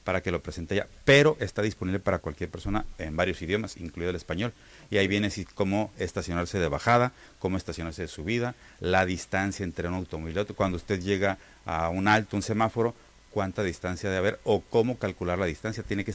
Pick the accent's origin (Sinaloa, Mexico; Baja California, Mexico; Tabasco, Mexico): Baja California, Mexico; Tijuana; Soy de Tijuana